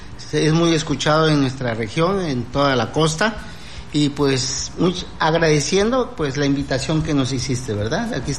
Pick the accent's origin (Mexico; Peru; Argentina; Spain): Mexico; Tapachula, Chiapas; moved away as an adult; also born or lived in Guadalajara; now in Tonalá, Mexico; yo de los 7 años salí de aquí de Tonalá y nos mandaron a Tapachula. Tapachula, ahí hice la primaria, secundaria, prepa, y de ahí pues me mandaron a la ciudad de Guadalajara, la Autónoma de Guadalajara. Soy egresado de la Autónoma de Guadalajara.